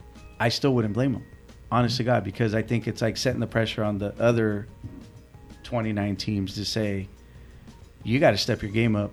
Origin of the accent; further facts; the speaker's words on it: Texas, United States; moved away; also born or lived in California; We grew up in Texas, you know, till we moved to California.